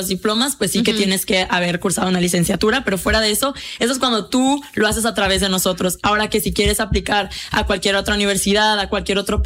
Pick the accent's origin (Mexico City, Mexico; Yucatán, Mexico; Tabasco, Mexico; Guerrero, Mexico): Tabasco, Mexico; moved away as an adult; now in Helsinki, Finland; soy tabasqueña.